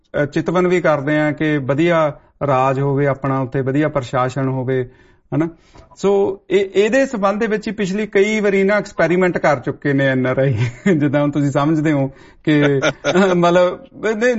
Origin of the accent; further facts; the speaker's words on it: Woolgoolga, New South Wales, Australia; ਮੈਂ ਵਲਗੁਲਗੇ ਤੋਂ ਹਾਂ ਜੀ, ਇੱਥੇ ਆਸਟ੍ਰੇਲੀਆ ਦਾ ਪਹਿਲਾ ਪਿੰਡ